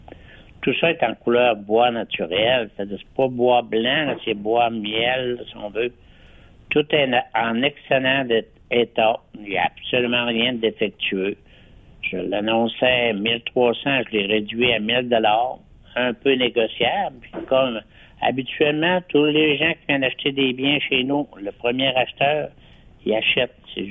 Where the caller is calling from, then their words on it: Jonquière, Quebec, Canada; moi j'appelle de Jonquière.